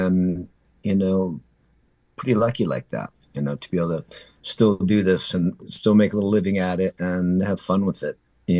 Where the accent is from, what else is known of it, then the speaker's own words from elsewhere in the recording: Minneapolis, Minnesota, United States; So when I grew up in Minneapolis, I rode the buses everywhere and ride or rode my bike everywhere. And that just speaks to where Minneapolis really is in my whole trajectory.